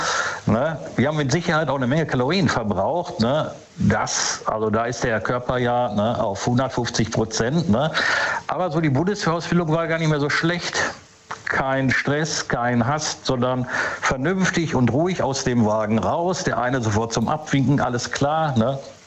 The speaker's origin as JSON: {"language": "German", "town": "Gelsenkirchen", "region": "North Rhine-Westphalia", "country": "Germany", "said": "Buhr, Gelsenkirchen."}